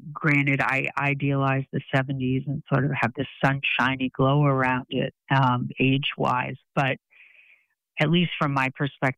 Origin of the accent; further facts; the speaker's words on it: Boston, Massachusetts, United States; also born or lived in Andover / Brookline; You know, I was born in Boston and then lived in Andover, Mass for a while. And then my mom moved back to Brookline, and we lived near Fenway Park, which was cool.